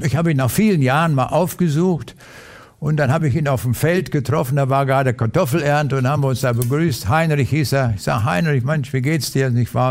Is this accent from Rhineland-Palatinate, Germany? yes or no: no; Lüchow, Lower Saxony, Germany; dem Krieg haben wir auf dem Lande gelebt, in Niedersachsen, in der äußersten Ecke von Niedersachsen. Und ich bin dort in Lüchow zur Schule gegangen.